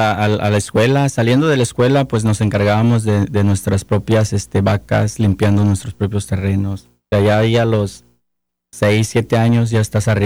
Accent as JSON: {"language": "Spanish", "town": "Atoyac de Álvarez", "region": "Guerrero", "country": "Mexico", "moved": "yes", "said": "Soy del estado de Guerrero, México."}